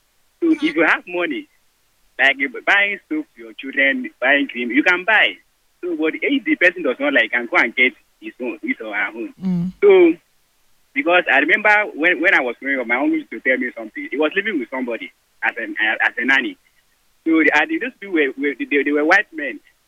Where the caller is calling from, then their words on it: Lagos, Nigeria; I'm calling from Sangotedo.